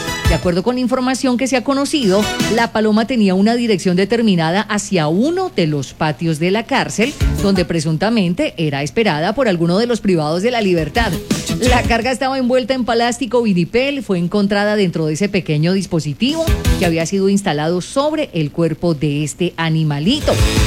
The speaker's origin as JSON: {"language": "Spanish", "country": "Colombia", "said": "Cosas que pasan solamente en mi país, cosas que se ven solamente en mi Colombia"}